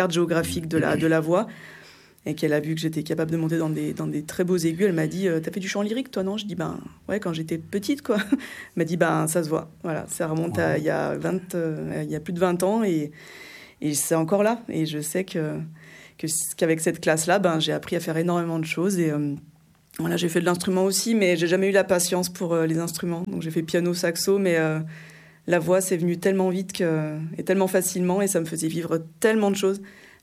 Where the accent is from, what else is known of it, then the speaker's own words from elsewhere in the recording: Auvergne-Rhône-Alpes, France; moved away as an adult; now in Montagnac, France; Non, moi, je viens du sud de Lyon.